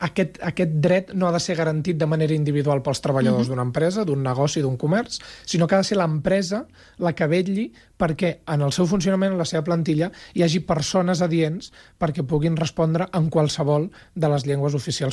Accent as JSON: {"language": "Catalan", "region": "Catalonia", "country": "Spain", "said": "dins de Catalunya, com a residents, com a ciutadans catalans"}